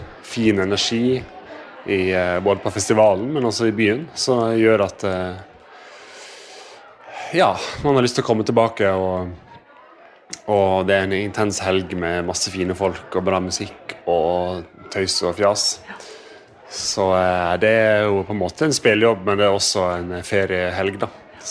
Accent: Western Norway, Norway; så jeg er jo vestlending, så jeg er vant til litt vær og regn og vind

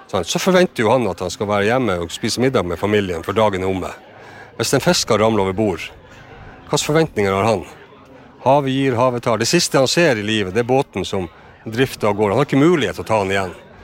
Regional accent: Kjøllefjord, Finnmark, Norway; jeg er jo født og oppvokst i Kjøllefjord i et fiskevær, og på godt og ondt sett hva fiskeriene betyr. Jeg har selv en far som var fisker, og jeg har sønner som nå er fiskere.

